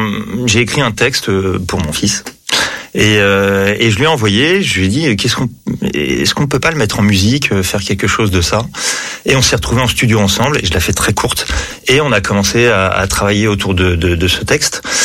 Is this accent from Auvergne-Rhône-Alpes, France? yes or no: no; Deauville, Normandy, France; moved away as an adult; now in Paris, France; je suis né à Deauville, j'ai fait mes études en Normandie et après le sport, je suis arrivé assez tôt à Paris et j'ai développé ma carrière de coach à Paris.